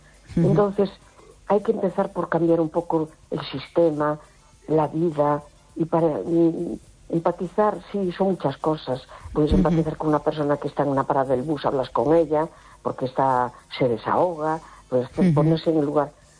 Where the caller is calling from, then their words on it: A Coruña, Galicia, Spain; Hola, buenas noches … de La Coruña.